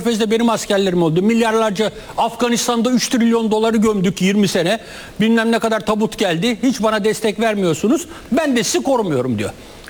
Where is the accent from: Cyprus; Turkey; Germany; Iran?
Cyprus; Kıbrıs'a dahil, benim memleketime dahil.